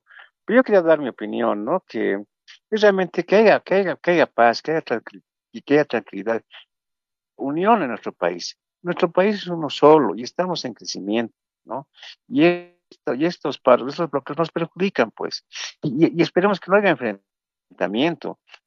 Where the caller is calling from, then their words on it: La Paz, Bolivia; Yo como paseño